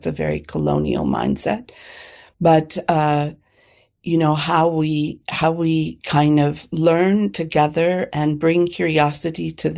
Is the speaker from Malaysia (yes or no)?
no; Berkeley, California, United States; also born or lived in San Joaquin Valley, California / New Orleans; I grew up in Berkeley, but I was born in the San Joaquin Valley to a farming family.